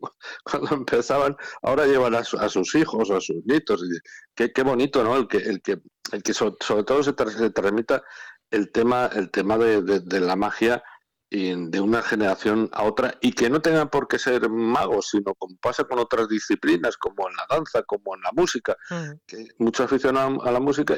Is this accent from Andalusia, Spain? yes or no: no; Peñaranda de Bracamonte, Castile and León, Spain; born there; now in Zamora, Spain; Zamorano soy de adopción y obviamente, como digo, ciudadano del mundo, pero yo nací en Peñaranda de Bracamonte.